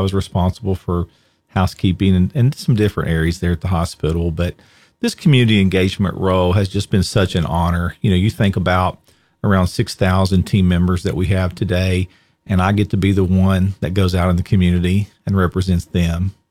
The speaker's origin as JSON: {"language": "English", "region": "Kentucky", "country": "United States", "tie": "born or raised there", "said": "But I was born there, and you know, to be able to live here, and I was raised in Greenup County."}